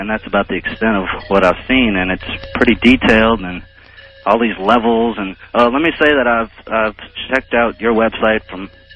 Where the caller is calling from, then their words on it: New Orleans, Louisiana, United States; from New Orleans.